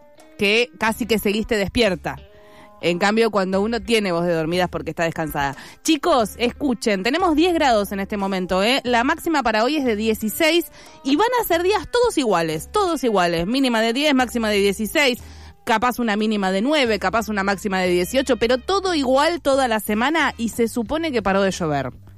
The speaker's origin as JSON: {"language": "Spanish", "town": "Isidro Casanova", "region": "Buenos Aires Province", "country": "Argentina", "said": "Yo soy de Isidro Casanova. Pero corazón, yo soy de Isidro Casanova"}